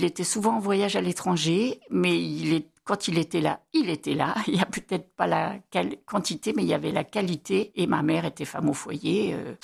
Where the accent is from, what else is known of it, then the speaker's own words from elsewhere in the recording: Paris, Île-de-France, France; born there; moved away as an adult; now in Avignon, France; Ça fait plus de 45 ans que j'habite à Avignon, que j'ai quitté Paris avec mon diplôme d'éducatrice en poche.